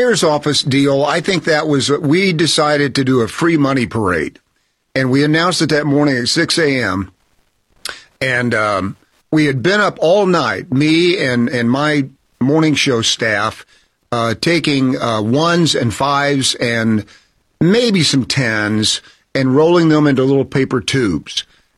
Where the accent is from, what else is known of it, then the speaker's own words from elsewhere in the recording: Knoxville, Tennessee, United States; as a kid growing up in Knoxville, Tennessee, that was my dream.